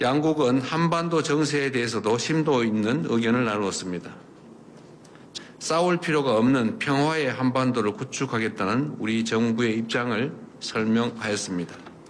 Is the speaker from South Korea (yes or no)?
yes; Andong, North Gyeongsang, South Korea; 저의 고향인 이곳 안동을 찾아주셨습니다.